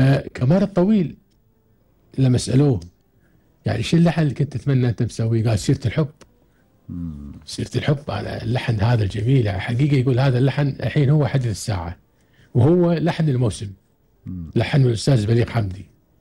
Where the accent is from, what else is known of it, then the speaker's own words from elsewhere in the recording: Kuwait; عندنا بالكويت